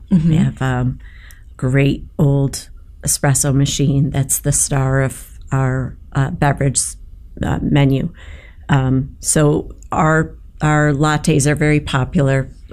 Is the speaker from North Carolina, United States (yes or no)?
no; Syracuse, New York, United States; We were both born and raised in the Valley of Syracuse. We went to the same schools, had a lot of the same friends